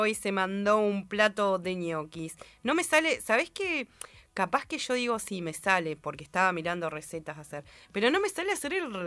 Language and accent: Spanish; Patagonia, Argentina; born there; los que somos nacidos aquí en la Patagonia. Y los que somos de esa zona